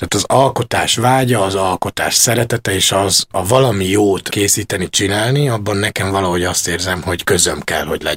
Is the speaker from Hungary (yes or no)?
yes; Kocsola, Tolna, Hungary; now in Budapest, Hungary; Tolna megyéből érkeztem, kis kitérőkkel, mármint a fővárosba, Dombovár mellett egy kis falu, Kocsola, kb. 1500-an laknak ott.